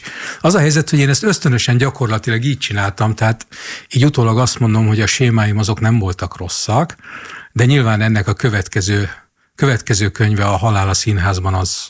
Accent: Jászberény, Jász-Nagykun-Szolnok, Hungary; Persze, hát én Jászberényi gyerek vagyok

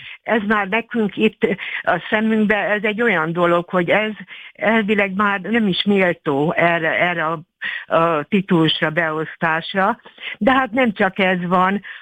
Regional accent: Eastern Hungary, Hungary; moved away as an adult; now in western border region, Hungary; itt a nyugati határszélen vagyok, amellett, hogy a keleti határon születtem, és ott éltem 21 évig

